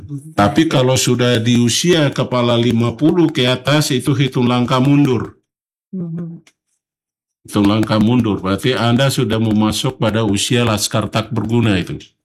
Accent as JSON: {"language": "Indonesian", "region": "Papua", "country": "Indonesia", "said": "Momen ini sangat penting, dan sebagai anak Papua, saya mengajak semua komponen, ya, mari kita jaga ini barang yang baik."}